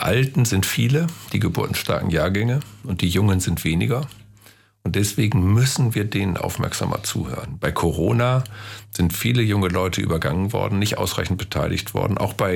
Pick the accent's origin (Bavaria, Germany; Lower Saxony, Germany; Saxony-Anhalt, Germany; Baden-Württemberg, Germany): Lower Saxony, Germany; Osnabrück; Das hat mir schon sehr gut getan, dass meine Heimatstadt Osnabrück mich zum Ehrenbürger gemacht hat.